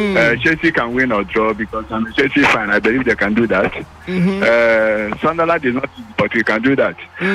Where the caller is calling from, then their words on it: Nigeria; I'm calling from Elasa.